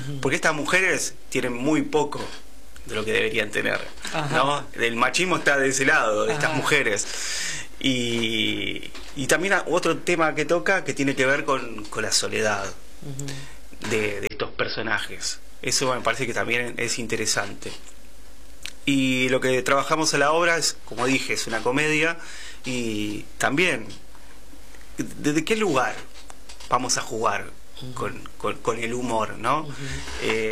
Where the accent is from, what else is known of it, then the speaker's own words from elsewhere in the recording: Berazategui, Buenos Aires Province, Argentina; Somos todos de Berazategui. No, salvo una, el resto somos todos de Vera.